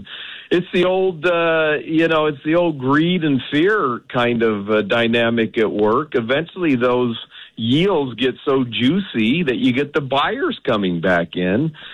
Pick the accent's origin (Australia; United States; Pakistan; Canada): United States; San Diego, California; a big aircraft carrier just left San Diego, California, my hometown, headed for where?